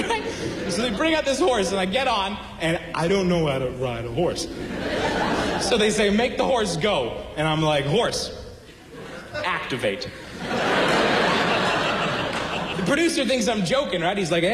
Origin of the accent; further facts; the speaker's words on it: Manitoba, Canada; I'm from Manitoba.